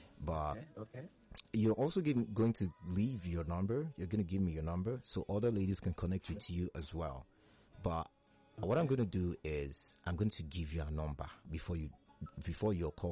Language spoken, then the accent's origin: English; Nigeria; Me, I am a Nigerian man.